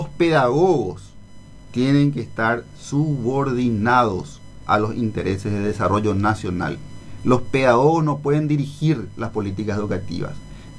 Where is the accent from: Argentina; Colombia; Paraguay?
Paraguay; Nosotros también somos paraguayos.